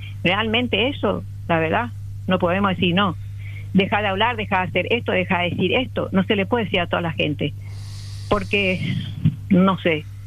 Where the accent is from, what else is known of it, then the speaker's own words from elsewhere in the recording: Argentina; moved away; also born or lived in Buenos Aires / Paraguay; Yo me crié en la Argentina, y a lo mejor piensan que no soy paraguaya, pero soy paraguaya. Viví 50 años en Buenos Aires y conozco lo que es el pueblo argentino.